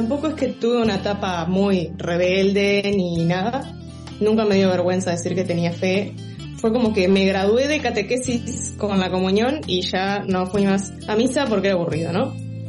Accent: Uruguay; soy uruguaya, tengo 26 años

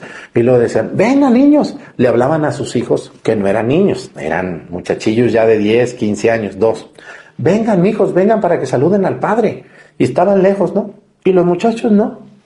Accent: Mexico; born there

